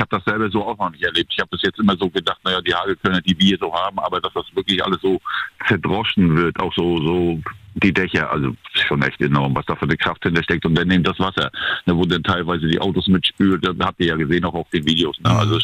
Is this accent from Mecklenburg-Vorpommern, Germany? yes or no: yes; Zarrentin, Mecklenburg-Vorpommern, Germany; Ich selber bin ja aus Zarrentin nicht rausgekommen, ich bin ja Zarrentiner